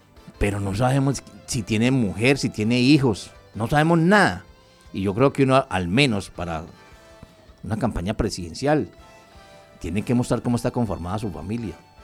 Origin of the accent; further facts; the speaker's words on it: Colombia; nosotros como colombianos